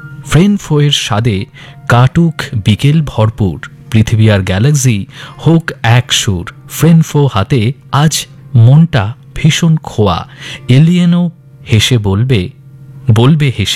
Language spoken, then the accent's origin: Bangla; Baharampur, West Bengal, India; now in Bhopal, India; আমি বাড়ি আমার বহরমপুর মুর্শিদাবাদ, পেশায় একজন ভারতীয় সৈনিক, বর্তমানে আমার পোস্টিং ভোপালে।